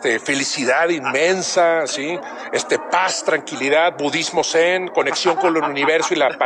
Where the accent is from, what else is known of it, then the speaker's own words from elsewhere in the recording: Monterrey, Nuevo León, Mexico; Soy de Monterrey, bueno, joder.